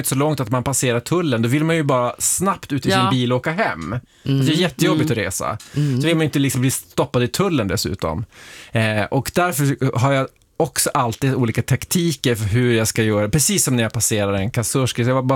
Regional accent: Luleå, Norrbotten County, Sweden; jag kommer från Luleå, säger jag.

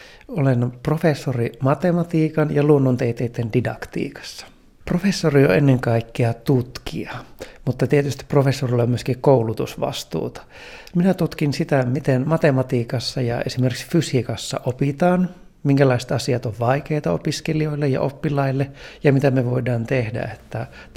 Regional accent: Eastern Finland, Finland; now in Luleå, Sweden; Tulin Itä-Suomesta tänne Luulejaan. Se tuntui oikeastaan aika pitkälle matkalle, mutta järvien ja metsien keskeltä, metsien ja soiden keskelle.

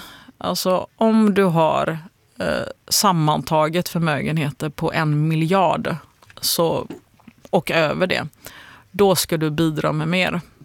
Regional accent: Gothenburg, Västra Götaland County, Sweden; Härligt att höra lite göteborgska. Det är jag väldigt glad över som gammal göteborgare.

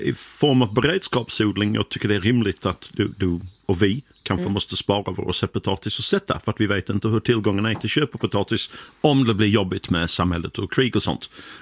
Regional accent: England, United Kingdom; now in Sweden; Ingmar Stenmark, han var ändå en hjälte för mig när jag var liten i England och kollade på skidåkning på lördag eftermiddag.

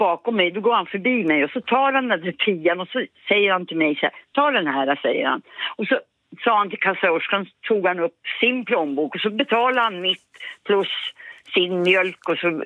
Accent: Laisvall, Norrbotten County, Sweden; moved away as an adult; also born or lived in Danderyd, Stockholm / Stockholm; now in Arjeplog, Sweden; Jag är född i Stockholm i Danderyd alltså, men uppvuxen i Laisvall.

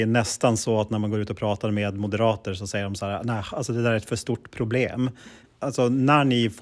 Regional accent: Tärendö, Norrbotten County, Sweden; Jag kommer från Tärende

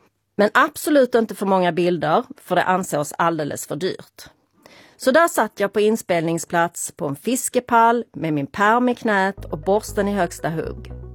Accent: Malmö, Skåne, Sweden; Jag är uppvuxen i Malmö med en pappa som var bankdirektör och en mamma som var tandtekniker och en lillebror.

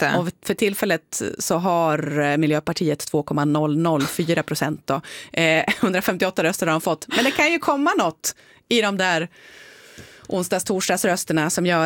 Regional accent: Malung, Dalarna County, Sweden; moved away; jag kommer från Malung

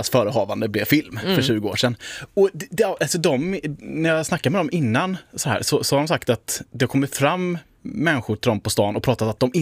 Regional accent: Falkenberg, Halland County, Sweden; jag är också från Falkenberg.

